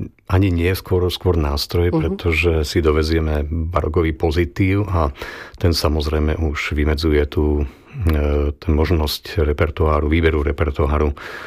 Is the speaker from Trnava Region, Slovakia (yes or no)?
yes; Trnava, Trnava Region, Slovakia; Tak som Trnavčan, v Trnave som sa narodil